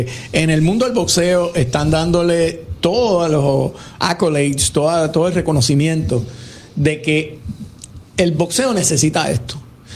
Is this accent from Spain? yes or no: no; Puerto Rico; soy puertorriqueño